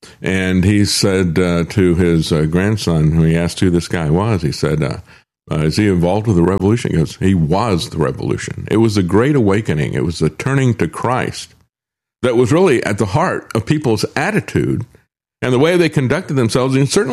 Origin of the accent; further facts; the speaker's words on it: United States; I grew up in America that didn't have the police in school.